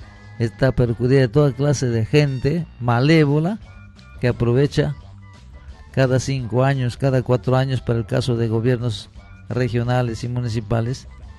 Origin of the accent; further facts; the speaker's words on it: Peru; nosotros los peruanos.